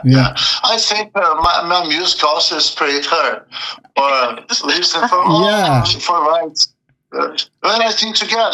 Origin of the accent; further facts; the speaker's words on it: Brazil; English is a second language; moved away; I was really young, around 10, around 11 years old, I started with a guitar. I'm from Brazil, you know.